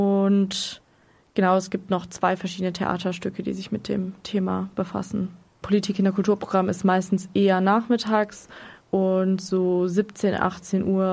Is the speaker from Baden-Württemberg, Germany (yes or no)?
yes; Lörrach, Baden-Württemberg, Germany; now in Freiburg, Germany; weil ich bin aus Lörrach und kannte das Café Irrlicht nicht wirklich, was ja irgendwie da so ein bisschen mit verbandelt ist, zumindest politisch würde ich jetzt mal sagen. Und bin dann nach Freiburg gezogen